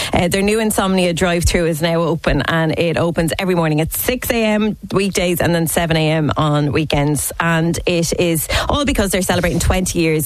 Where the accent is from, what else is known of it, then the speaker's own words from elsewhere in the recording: Wexford, Leinster, Ireland; because I'm a yellow belly, I'm from Wexford